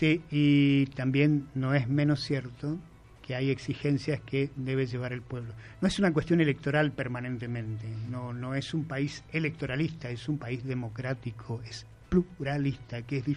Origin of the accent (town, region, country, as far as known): Argentina